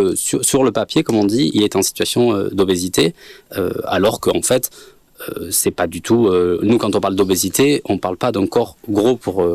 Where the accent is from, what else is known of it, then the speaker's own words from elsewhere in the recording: Béziers, Occitanie, France; moi je suis originaire de Béziers, où il y a du rugby présent